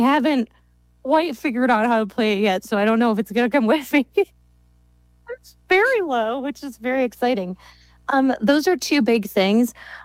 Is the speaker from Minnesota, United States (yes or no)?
yes; Minnesota, United States; Because I grew up in Minnesota, which I also love, and I love water, but I am still astonished by mountains.